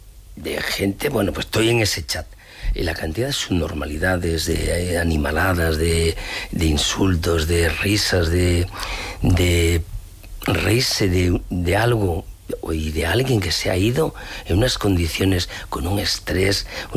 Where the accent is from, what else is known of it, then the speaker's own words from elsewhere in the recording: Ourense, Galicia, Spain; Yo soy de Orense, orensano.